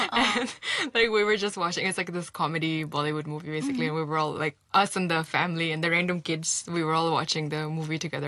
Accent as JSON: {"language": "English", "country": "Hong Kong", "tie": "born or raised there", "said": "growing up in Hong Kong"}